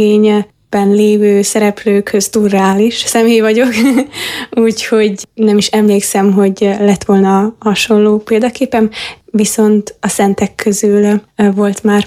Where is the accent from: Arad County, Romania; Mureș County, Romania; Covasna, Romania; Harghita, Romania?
Harghita, Romania; Odorheiu Secuiesc; moved away as an adult; now in Cluj-Napoca, Romania; Székelyudvarhelyről származom.